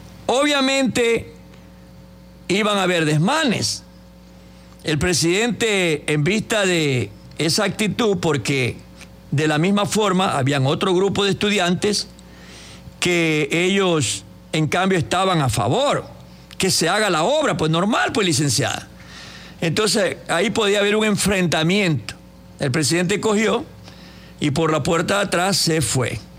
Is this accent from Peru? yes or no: yes; Peru; Yo soy peruano.